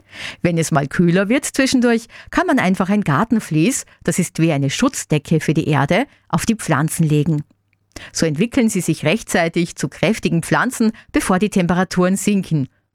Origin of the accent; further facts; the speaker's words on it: Austria; Erstaunlicherweise werden Wörter, die wir ganz selbstverständlich bei uns in Österreich verwenden, über viele Jahre immer noch gebraucht.